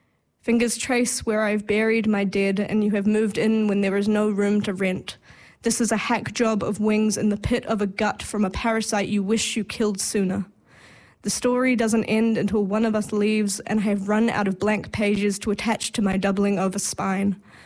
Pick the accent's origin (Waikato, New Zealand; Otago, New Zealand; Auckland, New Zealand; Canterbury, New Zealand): Auckland, New Zealand; moved away as an adult; now in Wellington, New Zealand; I use she, they pronouns. I am originally from Tamaki Makaurau, but I moved to Te Whanganui Atara in 2019.